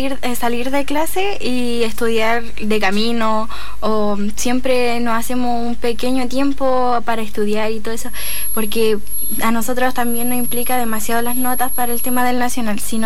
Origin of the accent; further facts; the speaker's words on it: Bulnes, Ñuble, Chile; Yo pertenezco de la comuna de Bulnes